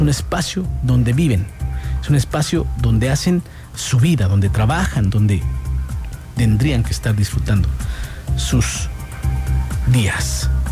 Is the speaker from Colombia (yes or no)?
no; Mexico; somos orgullosamente mexicanos, con todo lo que implica nuestro gran México.